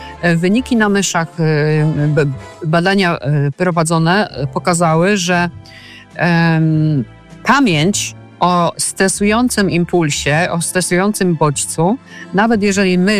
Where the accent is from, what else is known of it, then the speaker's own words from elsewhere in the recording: Częstochowa, Silesian Voivodeship, Poland; moved away; also born or lived in Katowice; ja mieszkałam, studiowałam w Katowicach, pochodzę z Częstochowy